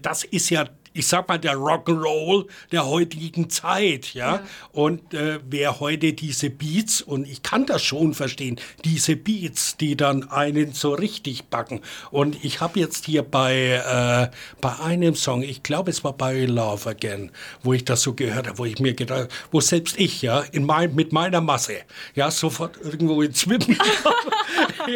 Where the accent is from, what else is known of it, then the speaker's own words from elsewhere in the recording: Fürth district, Bavaria, Germany; ich bin im Landkreis Fürth groß geworden